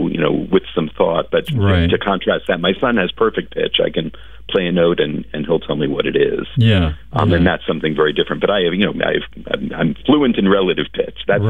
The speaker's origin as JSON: {"language": "English", "town": "Scarsdale", "region": "New York", "country": "United States", "tie": "born or raised there", "said": "I grew up in Scarsdale, New York, just down the street from Greenwich, where I'm now working."}